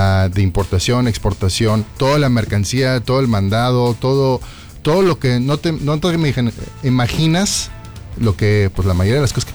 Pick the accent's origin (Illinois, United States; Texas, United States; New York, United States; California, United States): Texas, United States; Laredo; moved away as an adult; yo soy nativo de Laredo, Texas, padres mexicanos, orgullosamente. Yo me fui hace, pues, ¿qué? 20, 25 años, terminé la prepa.